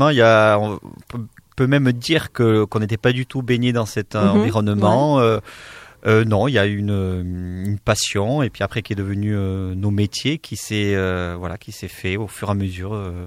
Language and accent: French; Tarnos, Nouvelle-Aquitaine, France; born there; also born or lived in Anglet; je viens d'Anglette, parce que la compagnie est basée en Anglette, mais j'habitais à l'époque et de nouveau j'habite à Tarnos, donc on est dans les Landes.